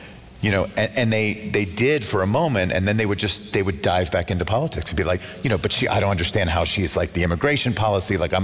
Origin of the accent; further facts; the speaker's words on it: Lancaster, Pennsylvania, United States; I was sitting at a bar the other night in Lancaster, Pennsylvania, which is my hometown.